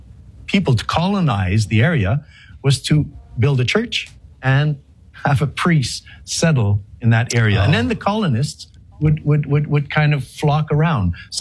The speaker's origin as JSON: {"language": "English", "town": "Chicoutimi", "region": "Quebec", "country": "Canada", "said": "I am. I'm French Canadian. I'm actually from a place called Saguenay, Lake St. John, a city called Chicoutimi, north of Quebec City. And very, very Catholic origins"}